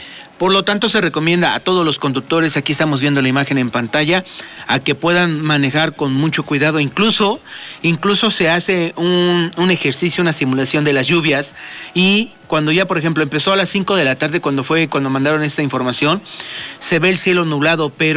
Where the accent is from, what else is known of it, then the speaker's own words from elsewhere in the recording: Puebla, Mexico; nosotros como ciudadanos, como poblanos